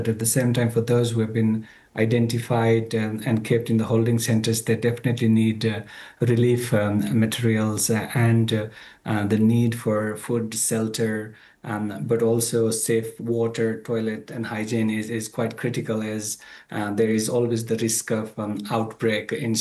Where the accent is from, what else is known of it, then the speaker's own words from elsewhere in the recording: Rasuwa, Bagmati, Nepal; Since I come from Rasua, the search and rescue operation is still critical